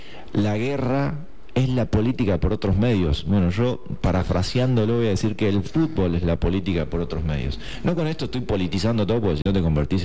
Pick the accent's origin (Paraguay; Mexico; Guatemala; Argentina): Argentina; El problema que tenemos como argentinos es con el Foreign Office, con el Eton College.